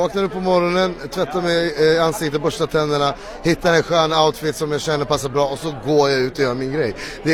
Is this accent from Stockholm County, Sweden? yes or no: no; Uppsala, Uppsala County, Sweden; jag är från Uppsala